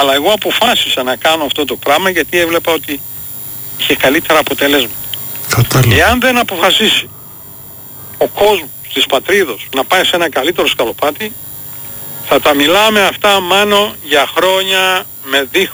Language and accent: Greek; Greece; moved away as an adult; now in New Jersey, United States; εγώ το μεγάλωσα στην Ελλάδα, ήρθε 25 χρονών εδώ, ακούω την Ελλάδα κάθε μέρα